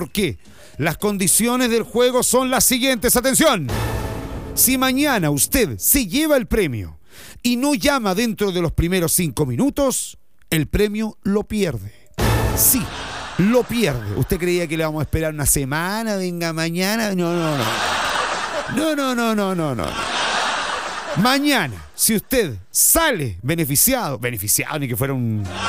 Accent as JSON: {"language": "Spanish", "country": "Chile", "tie": "born or raised there", "said": "Crecí en Población Van. Soy de Población"}